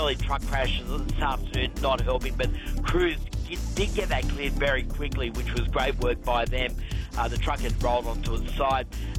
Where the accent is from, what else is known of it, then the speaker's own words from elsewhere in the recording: Cronulla, New South Wales, Australia; Look, I'm from, my footy team's Cronulla, and that's where I'm from, down in Cronulla.